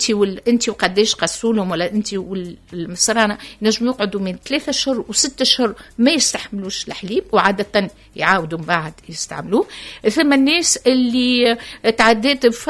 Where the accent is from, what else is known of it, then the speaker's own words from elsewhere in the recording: Tunisia; نحن في تونس